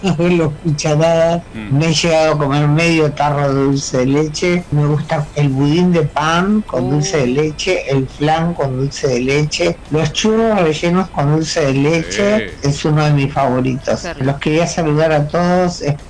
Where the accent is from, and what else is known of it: Ramos Mejía, Buenos Aires Province, Argentina